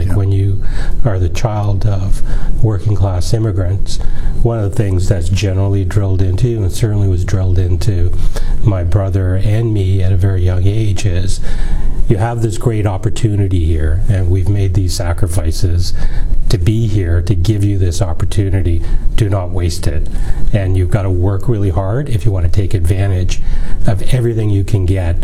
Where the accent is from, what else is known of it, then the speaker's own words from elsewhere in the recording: Scarborough, Ontario, Canada; I spent most of my time growing up in the Malvern neighborhood, so okay.